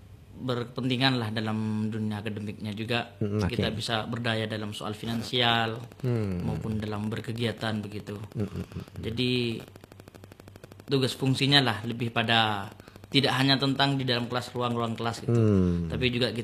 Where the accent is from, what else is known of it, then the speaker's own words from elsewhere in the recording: Rubaru District, East Java, Indonesia; Alamatnya saya asli Kecamatan Rubaru lebih tepatnya gitu.